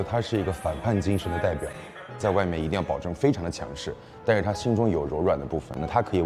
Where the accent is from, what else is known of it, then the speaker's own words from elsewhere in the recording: China; 我们中国人用另外一种语言再去讲述另外一个国家的故事